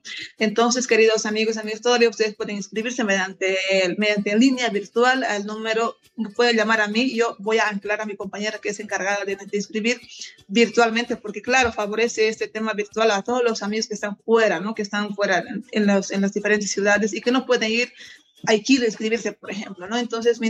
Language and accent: Spanish; Bolivia; La última semana, como bolivianos que somos, siempre la última semana, última hora, sí, pues se inscriben, ¿no?